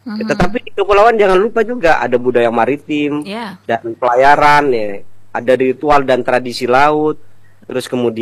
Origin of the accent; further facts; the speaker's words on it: Sumenep, East Java, Indonesia; born there; Karena saya orang Sumenep